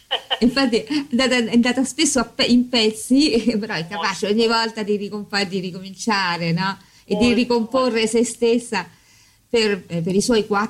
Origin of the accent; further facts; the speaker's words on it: Rome, Lazio, Italy; born there; io sono di Roma e a me guai chi tocca la mia città